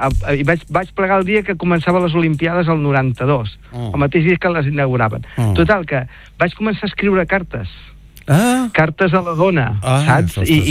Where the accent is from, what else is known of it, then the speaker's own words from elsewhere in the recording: Salt, Catalonia, Spain; Jo soc de Salt de tota la vida.